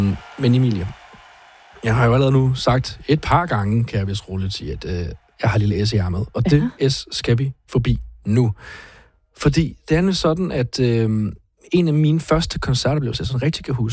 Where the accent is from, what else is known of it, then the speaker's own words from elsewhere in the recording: Herning, Central Denmark Region, Denmark; Jeg er fra Herning.